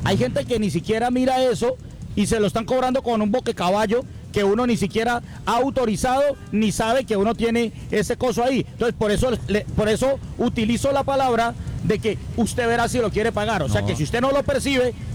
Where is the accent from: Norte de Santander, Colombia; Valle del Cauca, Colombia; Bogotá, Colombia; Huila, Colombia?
Valle del Cauca, Colombia; Cali; pero como caleño y como usuario también hago mi reclamación.